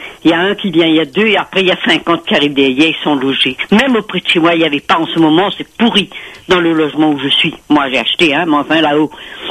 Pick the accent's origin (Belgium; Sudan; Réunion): Réunion; En tant que réunionnaise et française, hein, c'est dommage. Parce que nous, petits réunionnais, on n'a plus le droit à rien.